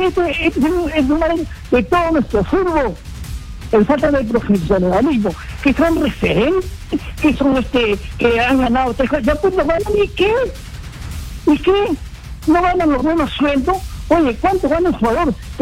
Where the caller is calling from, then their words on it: Cañete, Lima, Peru; Loriano, Cañete.